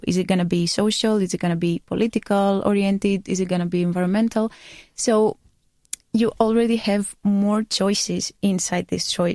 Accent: Greece; English is a second language; Well, in Greece, I'm from Greece.

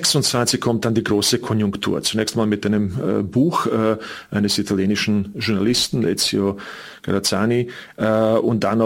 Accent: Prijedor, Republika Srpska, Bosnia & Herzegovina; In meiner Heimatstadt Prijedor sind 3100 Menschen getötet worden, etc., etc.

